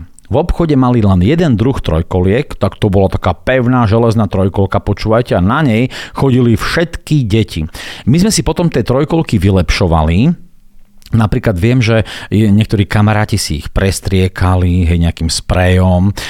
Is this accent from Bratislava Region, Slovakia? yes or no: no; Bardejov, Prešov Region, Slovakia; ja pochádzam z Bardejova a ešte z takej bytovky, ktorá sa volala K5-ka